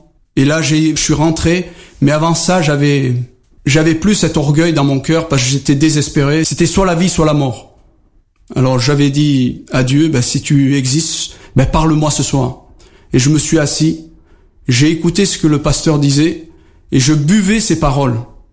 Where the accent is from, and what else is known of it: Algeria